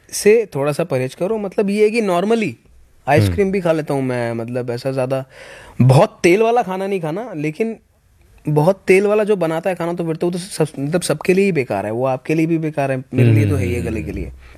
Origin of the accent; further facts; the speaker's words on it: Punjab, India; मैं भी पंजाबी हूँ, वो भी पंजाबी हैं, और पूरे पंजाब को वर्ल्ड वाइड रिप्रेजेंट भी कर रहे हैं